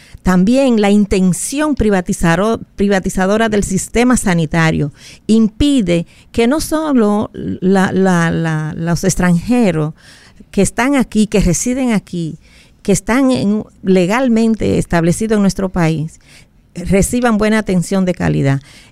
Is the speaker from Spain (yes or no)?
no; Dominican Republic; estamos de acuerdo como dominicanas y dominicanos